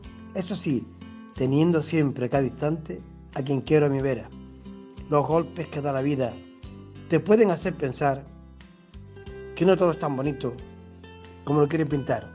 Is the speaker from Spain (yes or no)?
yes; San Roque, Andalusia, Spain; soy natural de San Roque